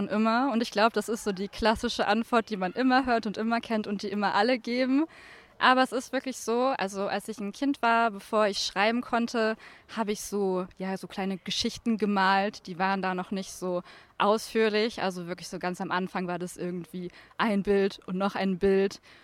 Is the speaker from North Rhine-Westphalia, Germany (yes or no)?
yes; Essen, North Rhine-Westphalia, Germany; born there; now in Freiburg im Breisgau, Germany; Ich wurde tatsächlich nicht in Freiburg geboren, sondern in Essen. Und passend zu Essen, das man ja so als Ruhrgebiet, Industriestadt, Arbeiterstadt kennt, komme ich auch aus einer Arbeiterfamilie.